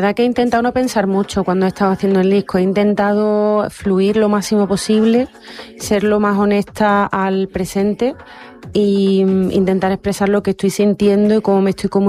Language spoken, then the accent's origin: Spanish; Córdoba, Andalusia, Spain; born or raised there; also born or lived in Madrid, Spain